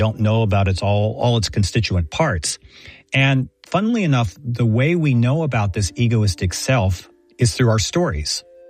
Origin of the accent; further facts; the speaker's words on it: Texas, United States; the one thing that people found most interesting about me was that I was from Texas. And at the time, this is especially girls. And so ironically, I found myself playing up my Texan-ness.